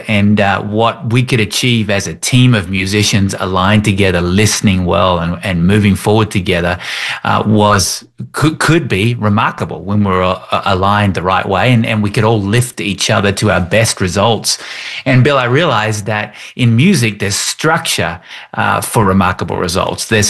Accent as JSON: {"language": "English", "region": "Tasmania", "country": "Australia", "tie": "born or raised there", "accent": "Australian", "moved": "as an adult", "lives_now": "Denver, United States", "said": "I've been here. I'm in my 25th year living in the US, though. I reside in the Denver area, but grew up in Tasmania, born and raised in Tasmania."}